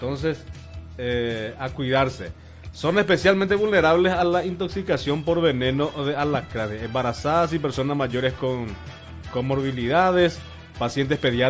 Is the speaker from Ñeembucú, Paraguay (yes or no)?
no; Pedro Juan Caballero, Amambay, Paraguay; Nosotros le decimos acá en la frontera el verde